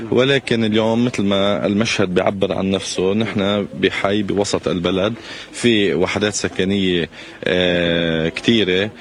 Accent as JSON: {"language": "Arabic", "town": "Arab Salim", "region": "Nabatieh Governorate", "country": "Lebanon", "said": "بلدتنا بتستضيف عدد كبير من النازحين"}